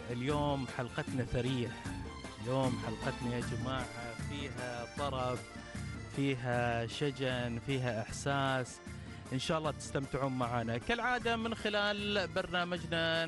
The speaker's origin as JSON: {"language": "Arabic", "country": "Oman"}